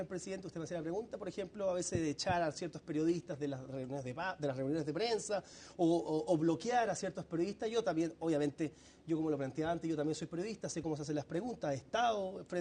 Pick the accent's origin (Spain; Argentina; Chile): Chile; como chileno creo que los aranceles nos perjudican a nosotros